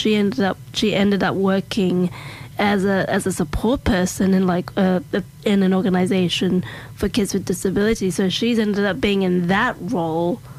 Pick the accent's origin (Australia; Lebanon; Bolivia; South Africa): Australia; also born or lived in Los Angeles, United States; So every time I would say I'm Australian, they go like, oh my God, Chris Hemsworth. And I'd say my father's from England.